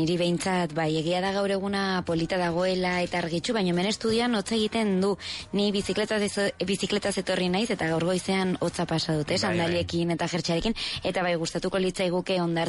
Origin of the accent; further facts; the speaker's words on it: Eltzaburu, Navarre, Spain; Oso plan polita ere, nire herritik, Eltzaburutik, oinez joaten gara, joan altzara.